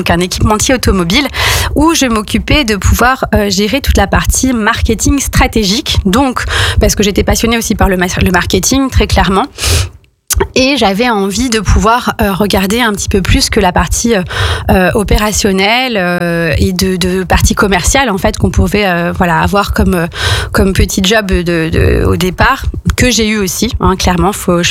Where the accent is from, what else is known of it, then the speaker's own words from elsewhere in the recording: Auvergne-Rhône-Alpes, France; j'ai fait un bac L à Saint-Ambroise, donc je suis une pure savoyarde donc d'ici.